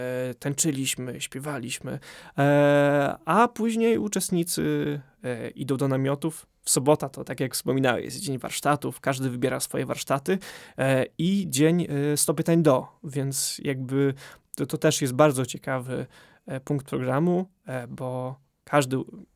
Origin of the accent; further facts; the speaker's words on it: Bielsk Podlaski, Podlaskie Voivodeship, Poland; Jako, że jestem z Bielska, to wyjeżdżałem rano